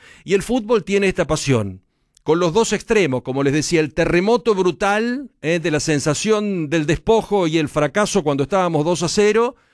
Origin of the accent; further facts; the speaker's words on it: Argentina; somos argentinos, estamos felices y orgullosos de haber nacido acá